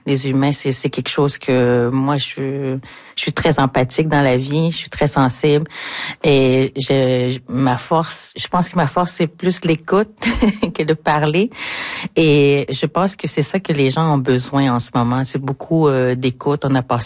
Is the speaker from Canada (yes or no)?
yes; Natashquan, Quebec, Canada; vu que je suis Innu de Nautarkoan, le territoire, c'est quelque chose qui est très important pour nous.